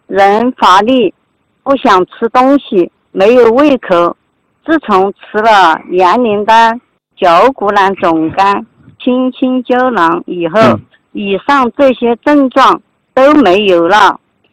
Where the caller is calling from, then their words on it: Sichuan, China; 我来自于四川新月。今年61岁了。1964年农历10月23日出生。